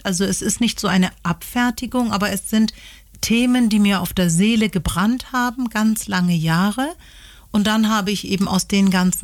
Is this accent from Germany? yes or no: yes; Hamburg, Germany; born there; Also ich komme ja selber aus der Türkei. Also meine Familie ist türkeistämmig und bin in Hamburg geboren.